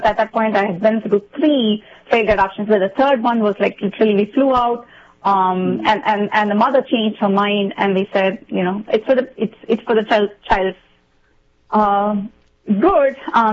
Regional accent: India; moved away; So I come from India

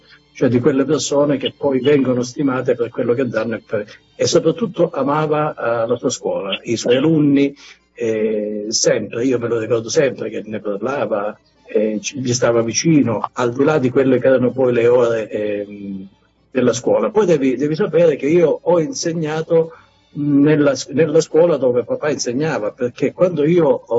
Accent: Sorianello, Calabria, Italy; Io sono nato proprio a Sorianello, perché all'epoca le nascite avvenivano più in casa che negli ospedali. E quindi io sono nato proprio a Sorianello. Poi sono rimasto a Sorianello, quindi fino alla terza elementare

